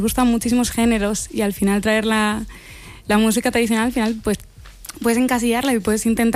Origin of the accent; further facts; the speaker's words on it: Martiago, Castile and León, Spain; Mi pueblo es Martiago, está en Salamanca, la de Ciudad Rodrigo